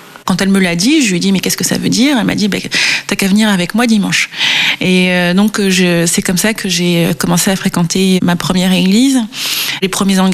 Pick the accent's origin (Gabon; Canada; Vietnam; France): France; Réunion; also born or lived in Marseille / Valenciennes / French Guiana; je suis née à Marseille. J'ai grandi un peu à Valenciennes, un peu en Guyane et essentiellement à La Réunion.